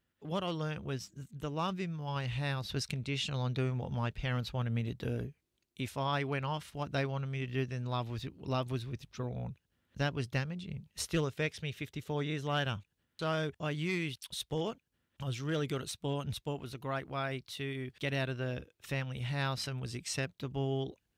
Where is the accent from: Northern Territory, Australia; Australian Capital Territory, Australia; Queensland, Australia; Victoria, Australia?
Victoria, Australia; Melbourne; I grew up in Melbourne, in a place called Seaford, which was a really horrible place. A tough housing commission area, you know, somewhere it'd be like Ayres or Mount Druitt in New South Wales.